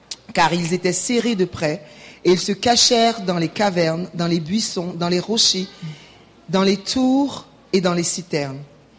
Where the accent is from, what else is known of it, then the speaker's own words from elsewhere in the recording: Côte d’Ivoire; Moi je viens de la Côte d'Ivoire et en Côte d'Ivoire on a un mot spécial pour dire « Bienvenue ».